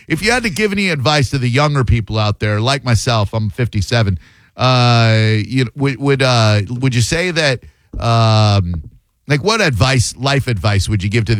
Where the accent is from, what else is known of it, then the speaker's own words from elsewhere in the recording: Far Rockaway, New York, United States; born there; I was born in Far Rockaway, never really brought up in Manhattan. I did go to the city a lot. My grandparents live in Larchmont.